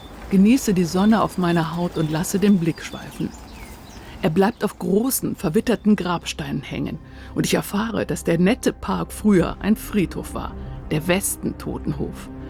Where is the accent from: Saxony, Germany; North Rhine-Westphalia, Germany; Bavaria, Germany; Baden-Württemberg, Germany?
North Rhine-Westphalia, Germany; Cologne; zu Preisen, die ich in meiner Heimatstadt Köln vor 10 Jahren gezahlt habe.